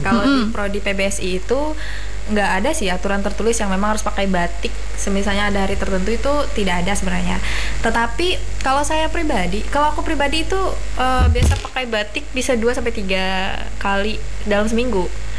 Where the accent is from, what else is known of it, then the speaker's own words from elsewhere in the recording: Central Kalimantan, Indonesia; now in Palangka Raya, Indonesia; Kabupaten Murung Raya.